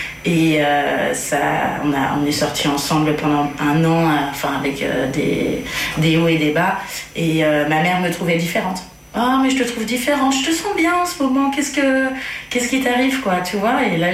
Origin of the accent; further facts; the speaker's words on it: Nouvelle-Aquitaine, France; moved away as an adult; j'ai 40 ans. J'ai grandi dans les Deux-Sèvres, un département dans le Poitou-Charentes.